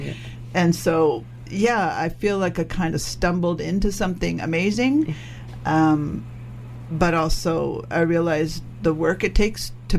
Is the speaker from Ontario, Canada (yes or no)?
no; Vancouver, British Columbia, Canada; I grew up in East Vancouver, immigrated to Canada when I was a young child